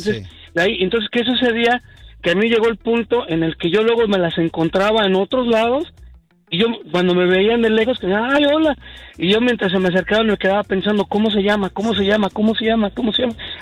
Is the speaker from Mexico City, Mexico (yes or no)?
yes; Mexico City, Mexico; yo crecí, soy de la Ciudad de México, o sea, hay muchos barrios